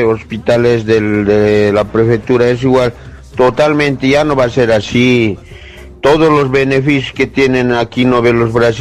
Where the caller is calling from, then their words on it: Bolivia; somos los bolivianos